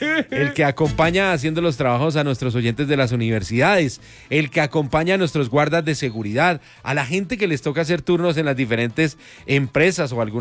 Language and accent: Spanish; Sogamoso, Boyacá, Colombia; born there; Yo no, que nací en Sogamoso